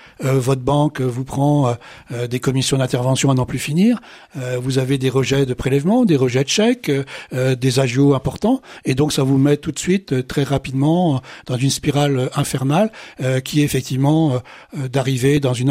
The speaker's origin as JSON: {"language": "French", "region": "Brittany", "country": "France", "also_born_or_lived": "Île-de-France", "moved": "as an adult", "said": "je suis breton d'origine."}